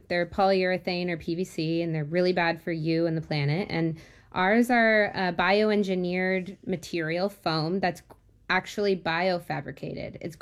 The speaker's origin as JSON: {"language": "English", "town": "Beekmantown", "region": "New York", "country": "United States", "tie": "born or raised there", "moved": "yes", "lives_now": "San Francisco, United States", "said": "I'm usually based in San Francisco, actually, but I'm in my hometown in Beekmantown, New York right now."}